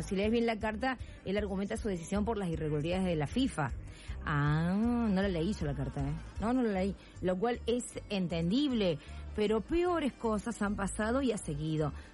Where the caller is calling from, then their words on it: Quilmes, Buenos Aires Province, Argentina; Buenas noches, Pato. … de Quilmes, fana de la Popu.